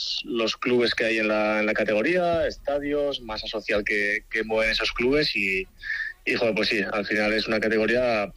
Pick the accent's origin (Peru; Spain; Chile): Spain; Basque Country; yo en ese momento jugaba en un club de barrio de mi pueblo y bueno, pues tenía tiempo los fines de semana, de estudios iba bien, lo sacaba sin problemas y era como, joder, pues tengo tiempo el finde y vi una noticia en la web de la Federación Guipuzcoana